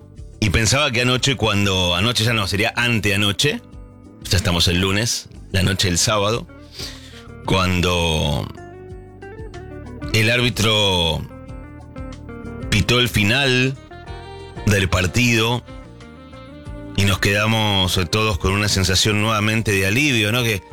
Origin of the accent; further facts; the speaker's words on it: Argentina; nosotros como argentinos